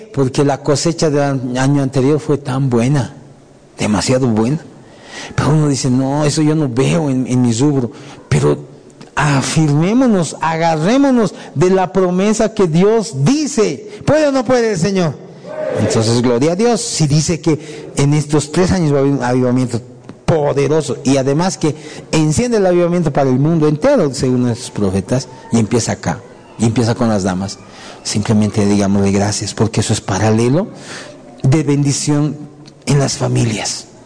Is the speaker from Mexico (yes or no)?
no; Bolivia; Nosotros también somos bolivianos.